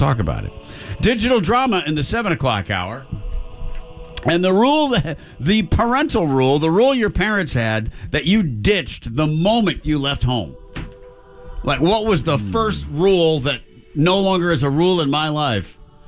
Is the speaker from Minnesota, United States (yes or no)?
no; Michigan, United States; What about Michigan, my home state?